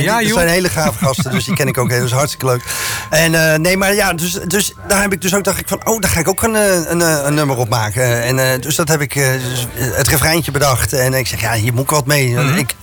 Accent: Rotterdam, South Holland, Netherlands; now in Moordrecht, Netherlands; Nee, ik ben wel een Rotterdammer. Ik ben geboren in Rotterdam. En woon nu in een gezellige kleine plaatsje. Moordrecht.

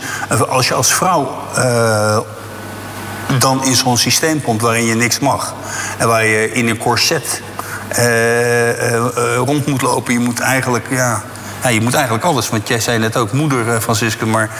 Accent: Zwijndrecht, South Holland, Netherlands; born there; Dus ik ben in Zwijndrecht geboren.

